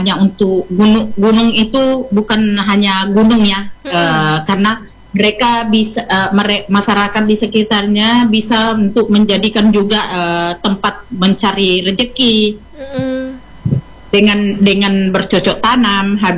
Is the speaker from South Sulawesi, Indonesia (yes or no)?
yes; South Sulawesi, Indonesia; kami juga orang Bugis juga kemana-mana gitu nah. Kemana-mana juga merantau.